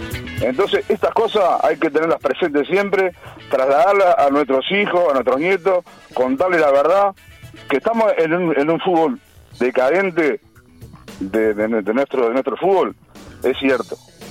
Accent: Uruguay

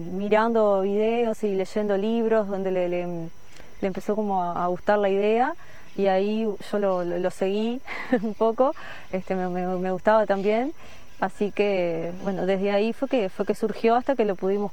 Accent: Sarandí del Yi, Durazno, Uruguay; No, yo soy oriunda de Sarandí del Yi, viví en Durazno también, y bueno, luego que nos casamos con Gonzalo, me vine a vivir acá.

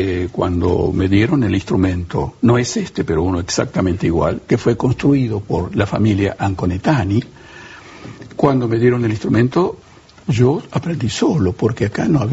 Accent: Argentina; moved away; Sabían que yo era argentino

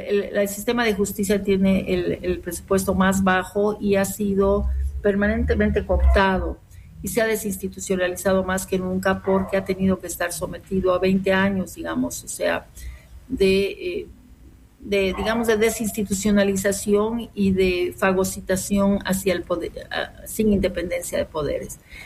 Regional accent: Bolivia

